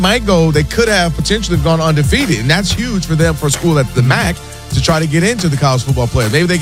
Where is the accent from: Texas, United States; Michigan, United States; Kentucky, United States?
Michigan, United States; Ann Arbor; I told you, I'm from Ann Arbor.